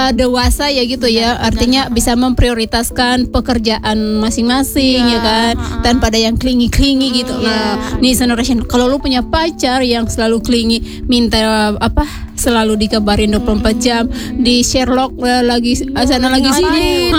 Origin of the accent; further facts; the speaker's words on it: Eastern Indonesia, Indonesia; now in Jakarta, Indonesia; Gue kan asalnya dari Indonesia Timur. 2017 kan pertama kalinya gue tuh merantau di Jakarta.